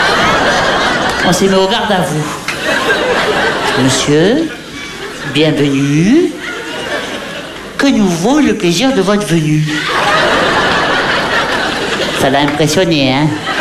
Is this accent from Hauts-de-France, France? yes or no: yes; Hauts-de-France, France; Mais non, je suis du Pas-de-Calais. Je suis Pas-de-Calais.